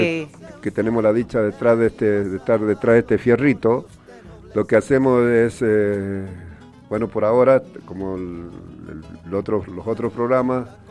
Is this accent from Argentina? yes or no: yes; San Juan, Argentina; moved away; desde mis pagos, desde mi San Juan, mi tierra querida.